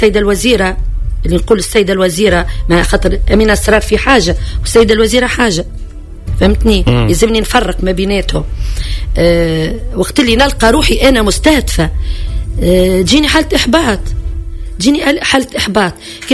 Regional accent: Tunisia; أنا فنانة تونسية

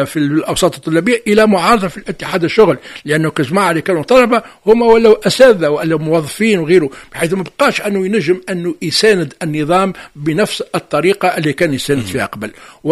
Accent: Tunisia; بالنسبة لنا احنا قراب من ليبيا وقراب من الجزائر

